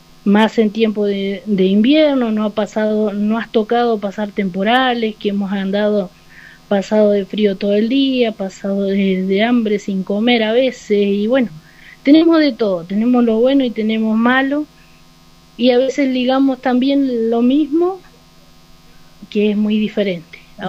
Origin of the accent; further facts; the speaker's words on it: Laguna Blanca, Argentina; yo soy de acá, de Laguna Blanca, me crié acá en el campo, fui a la escuela de acá, me eduqué acá, tuve mis hijos acá